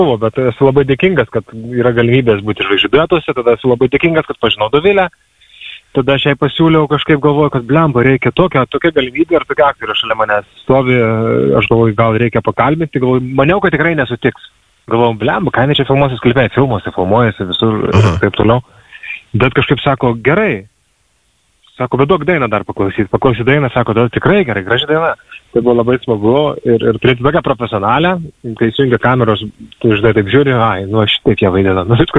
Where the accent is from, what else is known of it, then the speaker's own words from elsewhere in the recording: Kaunas, Kaunas County, Lithuania; Aš užaugau prie Kauno, aš užaugau Panemunėj, užaugau prie Kauno.